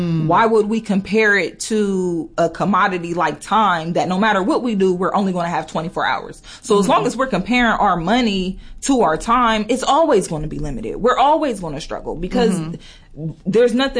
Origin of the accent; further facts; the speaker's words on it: Cleveland, Ohio, United States; Because I grew up on 26 in Cleveland.